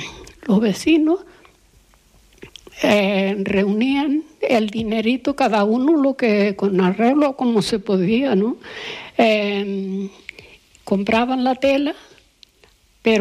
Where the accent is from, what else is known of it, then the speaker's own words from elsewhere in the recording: Fuencaliente de la Palma, Canary Islands, Spain; born there; El barrio de las Indias, que es donde yo nací